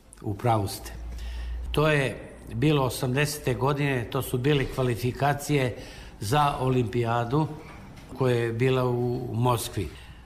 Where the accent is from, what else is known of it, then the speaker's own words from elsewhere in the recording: Vlasotince, Southern and Eastern Serbia, Serbia; pošto sam ja rodom iz Vlasotice i on je Vlasotinčanin.